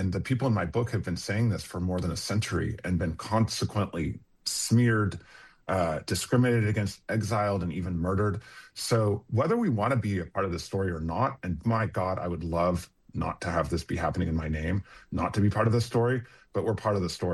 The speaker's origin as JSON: {"language": "English", "country": "United States", "said": "we were given as American Jews"}